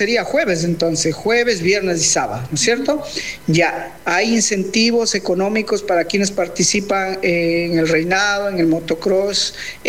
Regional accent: Shushufindi, Sucumbíos, Ecuador; yo vengo de Shushufindi

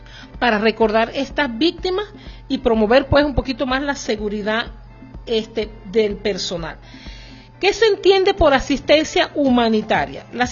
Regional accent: Venezuela; esa solidaridad como nosotros venezolanos

